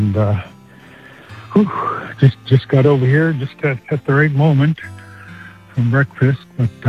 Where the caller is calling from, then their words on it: Big Lake, Alaska, United States; I'm the pastor in Koyuk, Alaska. And actually, I'm calling from Big Lake right now.